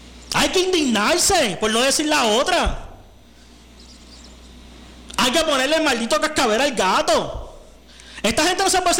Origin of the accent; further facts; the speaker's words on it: Puerto Rico; somos puertorriqueños